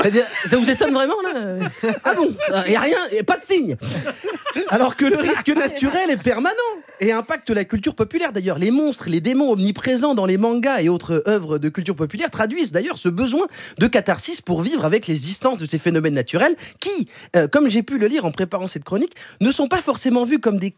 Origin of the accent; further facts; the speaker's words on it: Vaulx-en-Velin, Auvergne-Rhône-Alpes, France; born there; Moi, je suis né à Vaux-en-Velin.